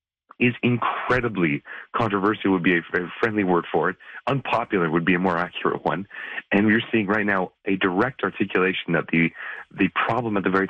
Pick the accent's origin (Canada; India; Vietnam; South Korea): Canada; see as a Canadian soccer community, attitudes change towards North American professional soccer from inside Canadian soccer circles and Canadian sports circles.